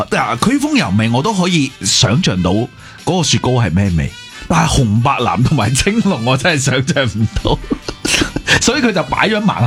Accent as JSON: {"language": "Cantonese", "country": "Hong Kong", "said": "我哋香港人"}